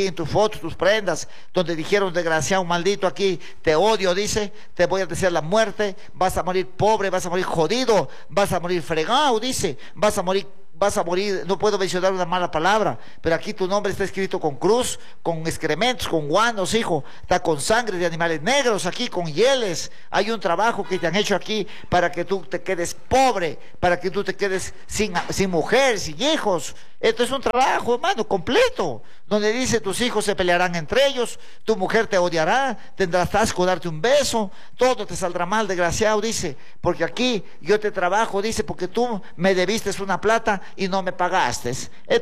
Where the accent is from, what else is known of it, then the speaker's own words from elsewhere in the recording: Huancabamba, Piura, Peru; born there; Desde mi provincia de Huancabamba, Cerro Cachacoto, Toluce, mi tierra bendita que me vio nacer